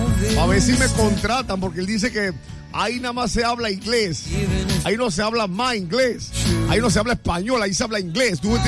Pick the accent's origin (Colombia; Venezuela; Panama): Panama; Somos panameños, hablamos español.